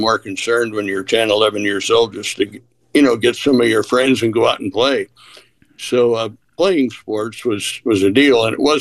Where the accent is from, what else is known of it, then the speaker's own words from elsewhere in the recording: Bloomington, Illinois, United States; I grew up in Bloomington, Normal.